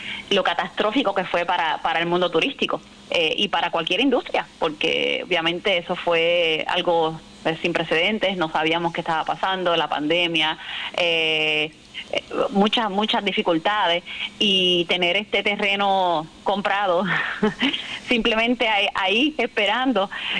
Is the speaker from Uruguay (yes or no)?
no; Ponce, Puerto Rico; Yo soy originalmente de Ponce